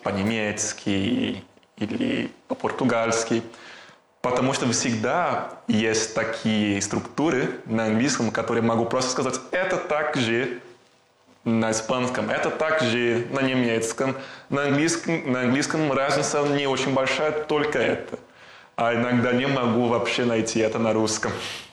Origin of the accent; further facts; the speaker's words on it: Brazil; Russian is a second language; now in Russia; мне 28 лет, и я из Бразилии.